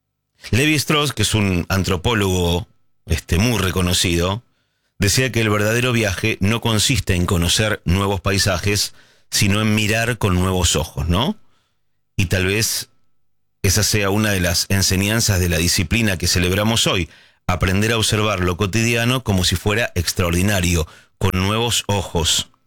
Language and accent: Spanish; Argentina